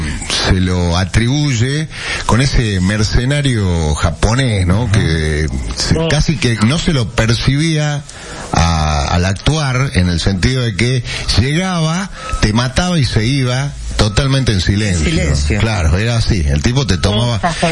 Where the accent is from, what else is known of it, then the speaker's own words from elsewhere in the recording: Salta, Argentina; Yo soy nacido, criado, también soy muy salteño, no se me ve así, pero soy muy salteño.